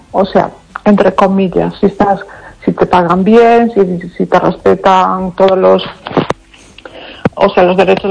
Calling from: Pontevedra, Galicia, Spain; de Pontevedra.

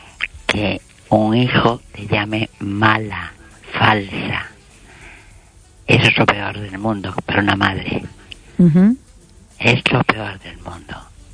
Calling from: Vigo, Galicia, Spain; Desde Vigo.

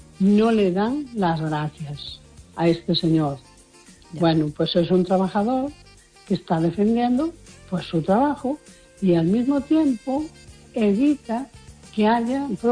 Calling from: A Coruña, Galicia, Spain; de la Coruña.

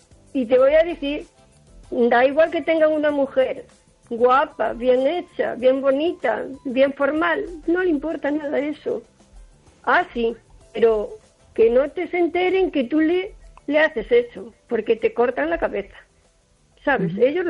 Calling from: O Carballiño, Galicia, Spain; de Carballiño.

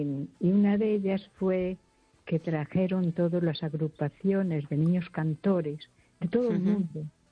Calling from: Ferrol, Galicia, Spain; Soy … de Ferrol.

